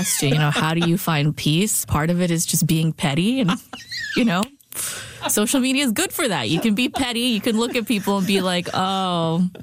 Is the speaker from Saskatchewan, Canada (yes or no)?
yes; Saskatoon, Saskatchewan, Canada; growing up in Saskatoon in the early 90s and then early 2000s.